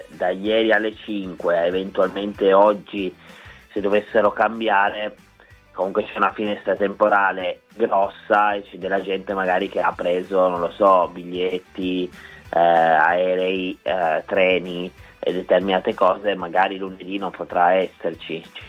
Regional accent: Turin, Piedmont, Italy; comunque sono di Torino, ci metto 25 minuti ad arrivare allo stadio

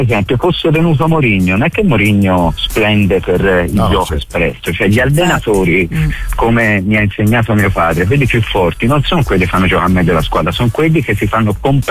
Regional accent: Florence, Tuscany, Italy; siamo fiorentini

